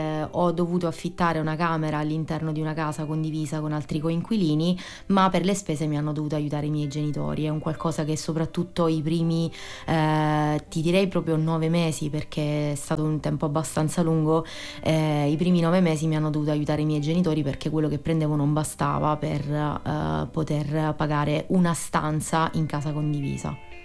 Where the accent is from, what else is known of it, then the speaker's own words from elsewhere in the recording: Taormina, Sicily, Italy; moved away as an adult; also born or lived in Catania, Italy; now in Rome, Italy; ho 35 anni, sono siciliana, sono nata a Taormina e ho vissuto tanti anni a Catania dove ho fatto l'università e sono arrivata a Roma nel 2019, gennaio 2019.